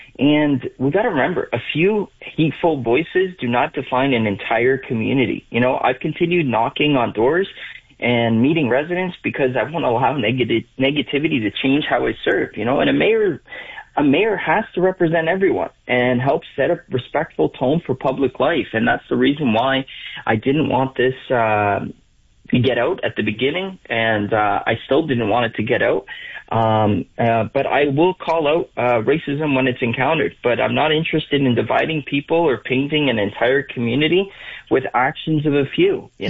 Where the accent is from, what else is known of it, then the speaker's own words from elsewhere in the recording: Windsor, Ontario, Canada; moved away as an adult; now in Lakeshore, Canada; I'm from Windsor, Essex.